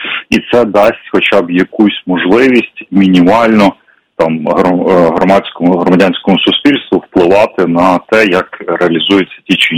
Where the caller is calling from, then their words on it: Uzhhorod, Zakarpattia Oblast, Ukraine; Добрий ранок … я з Ужгорода.